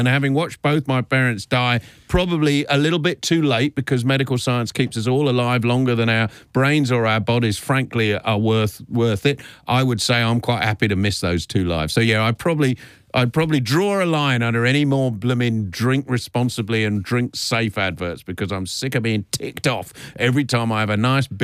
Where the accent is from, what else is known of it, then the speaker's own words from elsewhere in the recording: Australia; And I think I'm proud, as an Australian, that our government, uniquely in the world, has had the guts to stand up to the tech bros